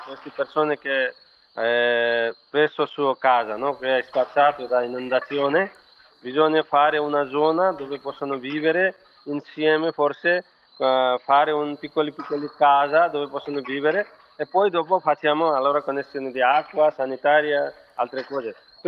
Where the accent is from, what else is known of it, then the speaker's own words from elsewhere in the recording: Nepal; Italian is a second language; siamo solo nepalesi